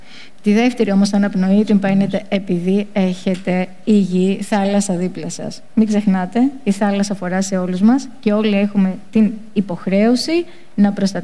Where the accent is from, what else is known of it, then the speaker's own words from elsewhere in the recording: Zacharo, Western Greece, Greece; moved away; Κάθε φορά που πηγαίνω στην περιοχή μου, στη Ζαχάρο